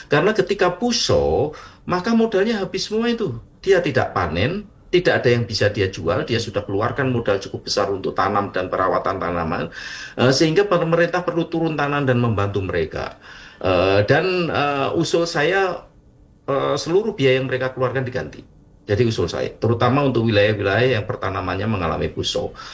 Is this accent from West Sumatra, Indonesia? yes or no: no; Blora, Central Java, Indonesia; moved away; Karena saya berasal dari Blora, Bu Kunci. Saya ingat betul ketika musim kemarau, ya pasti harus nyari air lah. Harus berjalan, kadang-kadang berjalan 1-2 kilo untuk nyari air kan, karena Blora wilayah kering kan.